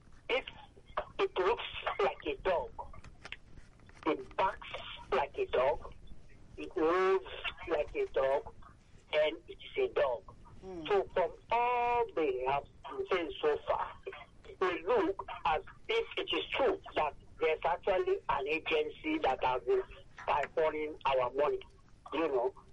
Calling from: Abaranje, Lagos, Nigeria; I'm calling from Abaronje.

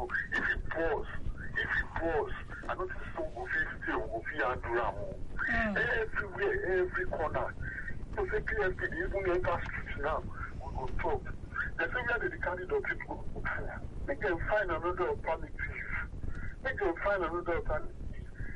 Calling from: Lagos, Nigeria; I'm calling from Lagos.

